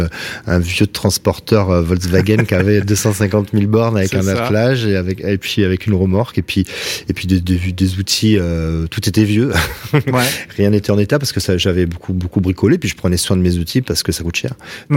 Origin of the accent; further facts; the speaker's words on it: Toulouse, Occitanie, France; J'étais vraiment tout gaffette, comme on dit chez nous à Toulouse.